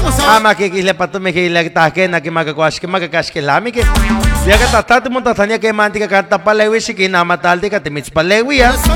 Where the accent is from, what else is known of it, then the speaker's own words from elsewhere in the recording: Oxtomal, Hidalgo, Mexico; allá en Oxtomal, en mi pueblo querido, mi pueblo mágico